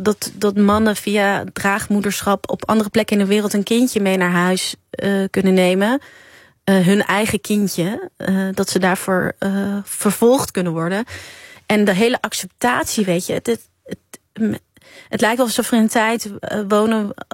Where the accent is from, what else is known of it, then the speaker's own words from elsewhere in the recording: Nieuwegein, Utrecht, Netherlands; also born or lived in Amsterdam; now in a village near Utrecht, Netherlands; Ik ben van Amsterdam verhuisd naar een klein dorp vlakbij Utrecht. Dus ik ben Utrecht een beetje aan het... Nee, ik kom ook uit Nieuwegein oorspronkelijk, maar ik ben nog meer van Utrecht gaan houden de laatste paar jaar.